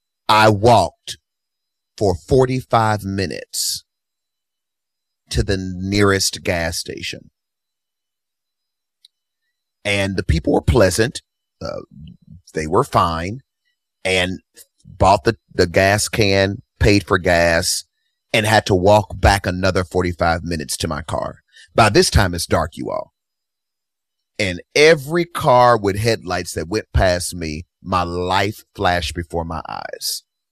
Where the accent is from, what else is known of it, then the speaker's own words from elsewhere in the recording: Kentucky, United States; I'm a Southern guy, born and raised in Kentucky. That's just how I am.